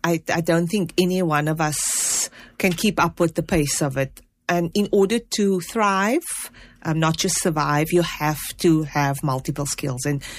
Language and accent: English; Cape Town, Western Cape, South Africa; moved away as an adult; now in Johannesburg, South Africa; we come from the Cape Flats. When people say, oh, which school did you go to? I'm like, I went to a school in Mitchells Plain